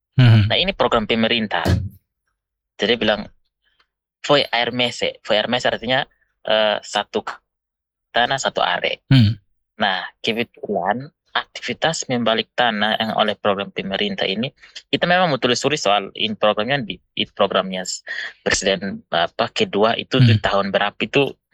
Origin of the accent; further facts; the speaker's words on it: Amanuban, East Nusa Tenggara, Indonesia; Pemukiman-pemukiman Atoni Meto ini, sub etnis di Amanuban ini, kampung kami tersentralisasi di kampung yang ada air.